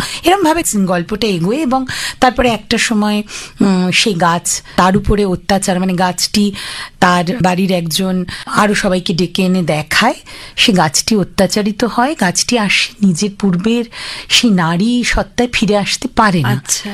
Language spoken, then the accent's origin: Bangla; Madhyamgram, West Bengal, India; সেটি মধ্যম গ্রাম। যদিও এখনো গ্রাম শব্দটিকে আমরা বহন করছি, কিন্তু মধ্যম গ্রাম আর এখন গ্রাম নেই, একেবারে শহর হয়ে গেছে। কিন্তু আমার যখন ছোটবেলা ছিল না, তখন একদম অন্যরকম ছিল, প্রচুর গাছগাছালি ছিল, ছিল অনেকগুলো বাগান বাড়ি, ছিল ধুধু মাঠ, দিগন্ত বিস্তৃত সবুজ ঘাসে ভরা মাঠ।